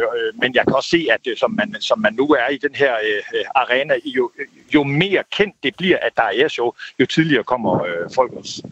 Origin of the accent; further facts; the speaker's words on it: Karup, Central Denmark Region, Denmark; Jamen, jeg er opvokset i Karup, lidt længere nede i Jylland, og der boede vi lige ved siden af flyvestationen